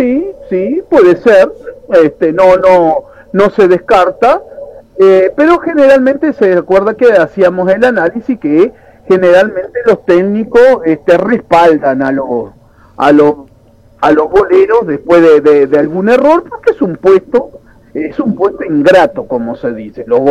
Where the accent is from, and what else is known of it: Uruguay